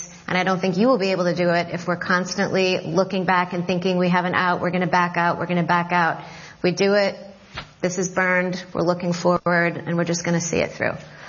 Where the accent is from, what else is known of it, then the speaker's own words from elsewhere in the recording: New Orleans, Louisiana, United States; You know, I grew up in New Orleans, so I think about things in hurricane language.